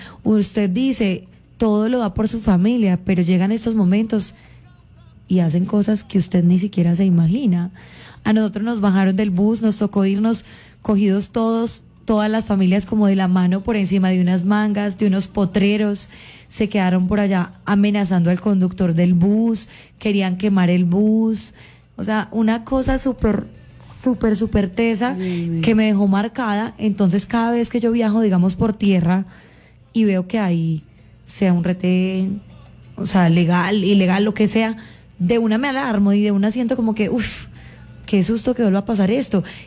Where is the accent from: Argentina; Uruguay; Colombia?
Colombia; Entre Ríos, Antioquia; Nosotros somos de Entre Ríos, Antioquia.